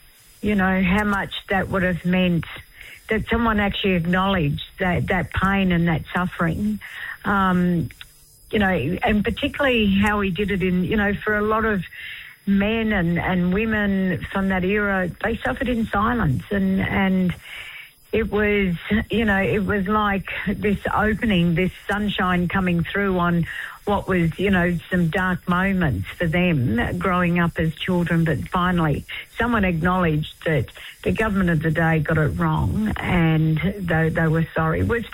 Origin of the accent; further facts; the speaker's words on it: Tiwi Islands, Northern Territory, Australia; Yeah, look, I'm from the Tiwi Islands. My mum was from the Tiwi Islands.